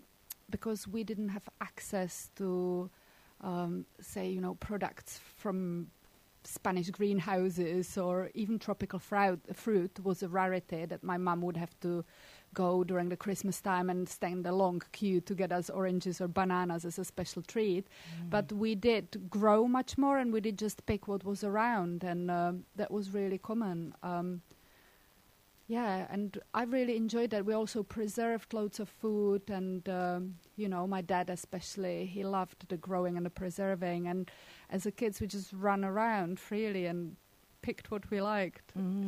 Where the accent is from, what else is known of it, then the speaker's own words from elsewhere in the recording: Czechia; moved away; Well, I grew up in a country that this was still part of daily living. So I was born in communism in Eastern Europe, in Czechoslovakia back then, now Czech Republic.